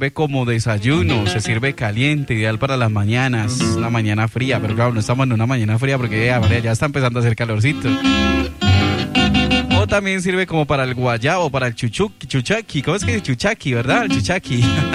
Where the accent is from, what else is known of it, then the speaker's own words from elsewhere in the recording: Pereira, Risaralda, Colombia; en un pueblo muy cerca, justamente donde yo soy, de Pereira.